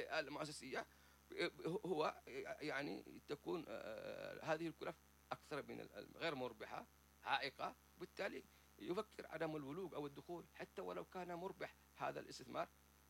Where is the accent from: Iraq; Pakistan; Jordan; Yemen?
Yemen; هذه الأشياء كلها المؤسساتية عندنا في اليمن روتينية معقدة طويلة.